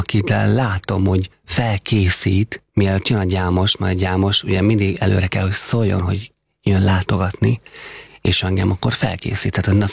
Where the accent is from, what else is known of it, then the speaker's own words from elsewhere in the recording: Heves, Hungary; Ugye Heves megyében nőttem föl.